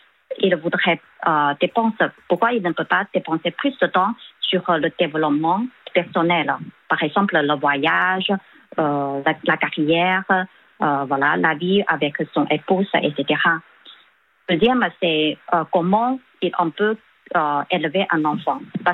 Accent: China; French is a second language; Et chez nous, en Chine, on n'a pas normalement, on justement fait une fête pour tout le monde.

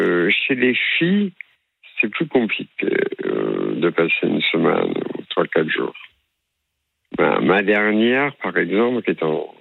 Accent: Orléansville, Chlef Province, Algeria; born there; Je suis né en Algérie de culture juive, donc les grandes familles. Je suis né à Orléansville et j'ai 4 enfants.

